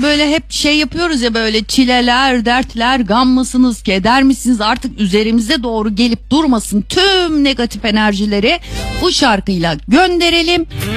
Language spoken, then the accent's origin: Turkish; Çaycuma, Zonguldak, Turkey; Çay Cuma'da bir inşaat firmasından da öte gerçekten doğma büyüme biri olarak söylemekteyim